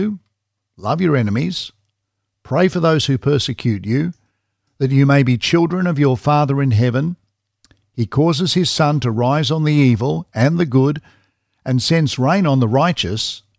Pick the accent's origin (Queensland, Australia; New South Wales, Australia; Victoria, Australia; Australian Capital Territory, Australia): Victoria, Australia; Melbourne; something from a diary from the teenage years when I was growing up in Melbourne